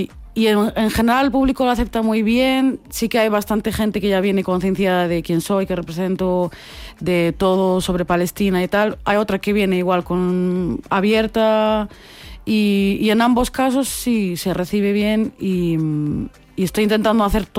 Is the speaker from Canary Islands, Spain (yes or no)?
no; Santiago de Compostela, Galicia, Spain; born there; que soy palestina y soy hija de migrantes y nací en Santiago de Compostela, mi familia está en Turquía.